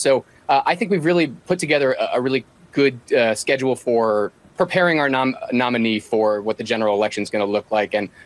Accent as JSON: {"language": "English", "region": "Virginia", "country": "United States", "said": "My home state of Virginia has now entered the fray, which I think is great."}